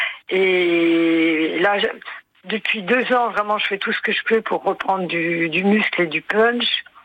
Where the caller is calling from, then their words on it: Paris, Île-de-France, France; Bonjour, de Paris.